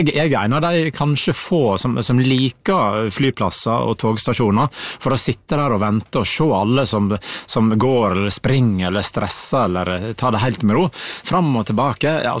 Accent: Naustdal, Vestland, Norway; Jeg kommer fra Naustdal, så nå har jeg blitt en del av Sunnfjord kommune, og det mange plasser der jeg ikke har vært.

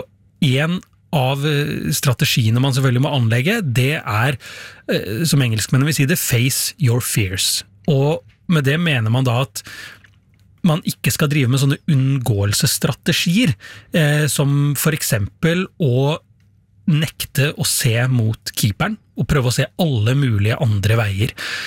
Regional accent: Porsgrunn, Telemark, Norway; Ja, altså, det var cup hjemme i Porsgrunn. Jeg var kanskje 11-12 år gammel.

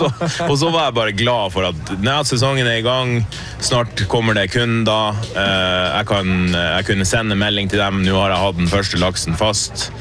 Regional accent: Billefjord, Finnmark, Norway; moved away; jeg er jo opprinnelig fra Billefjord i Porsanger.

